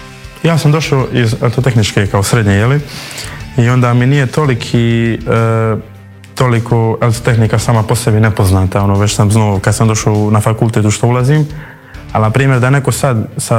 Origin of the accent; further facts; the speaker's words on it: Dubrovnik, Dubrovnik-Neretva County, Croatia; Pa, mislim, ja sam tu iz Dubrovnika i ja sam tamo bio pohađao elektrotehnički smjer